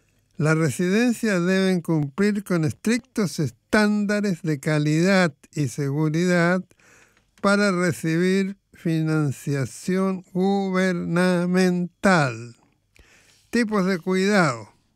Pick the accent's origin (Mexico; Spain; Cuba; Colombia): Cuba; Soy cubano. Vivo en Cuba. Tengo apagones diarios y carencia de todo tipo.